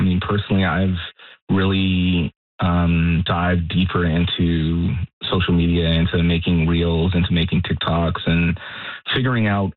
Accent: Edmonton, Alberta, Canada; born there

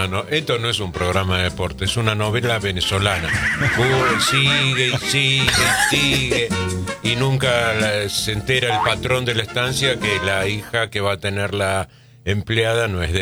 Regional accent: Caballito, Buenos Aires, Argentina; born or raised there

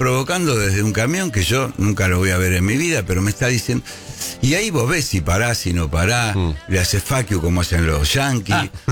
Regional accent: Argentina; como medio argentina, ¿viste? Que somos

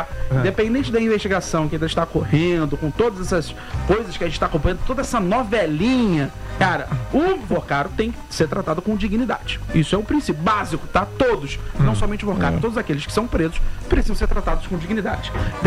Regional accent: Argentina; Sou argentino. Já mostrei, inclusive, aqui minha tatuagem da Argentina.

